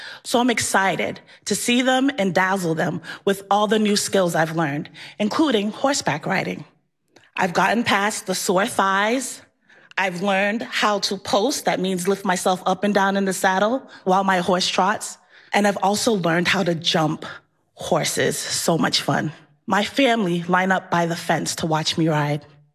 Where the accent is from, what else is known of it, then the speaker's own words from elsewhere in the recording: Boston, Massachusetts, United States; born there; I was born in Boston with Caribbean roots.